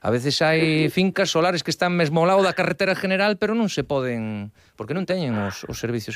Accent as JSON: {"language": "Galician", "town": "Abegondo", "region": "Galicia", "country": "Spain", "said": "e miro por exemplo que eu son de Abegondo"}